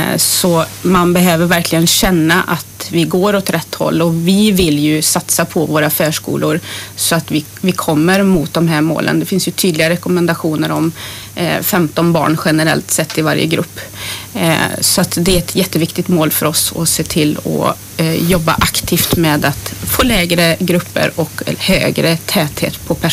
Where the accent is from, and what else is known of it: Trollhättan, Västra Götaland County, Sweden; born or raised there